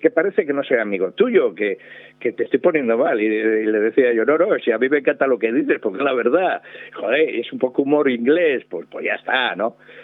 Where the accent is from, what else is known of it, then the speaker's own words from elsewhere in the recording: Santander, Cantabria, Spain; rodado en diferentes localizaciones de Cantabria, porque yo soy de Santander